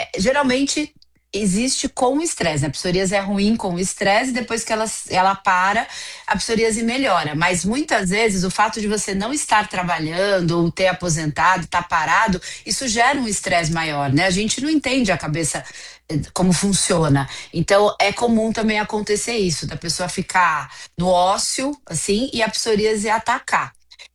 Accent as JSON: {"language": "Portuguese", "town": "Araraquara", "region": "São Paulo", "country": "Brazil", "said": "eu sou de Araraquara, minha família"}